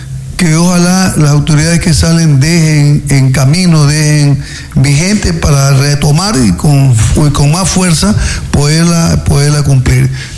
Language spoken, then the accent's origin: Spanish; San Pedro, Santa Elena, Ecuador; ahí hablaban de San Pedro, mi pueblo natal